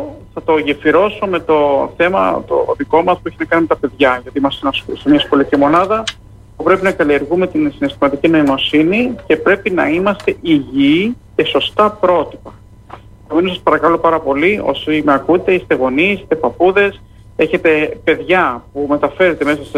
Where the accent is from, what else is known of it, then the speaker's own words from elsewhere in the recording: Greece; Σαν Έλληνες